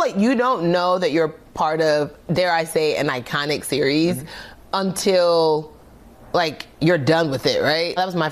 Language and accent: English; Nigeria; how do I do that? I'm Nigerian.